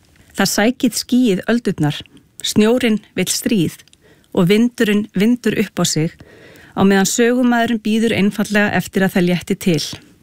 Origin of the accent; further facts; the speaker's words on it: Keflavík, Southern Peninsula, Iceland; Sjálf ég alinn upp á stað sem Íslendingar hafa valið að kalla rokraskat. Ég að tala Keflavík, suður með sjó.